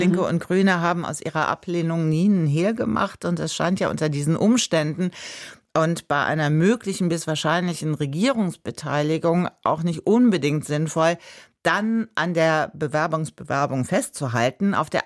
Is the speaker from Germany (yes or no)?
yes; North Rhine-Westphalia, Germany; Die Wege, und ich komme aus der Gegend, sind weiter als man denkt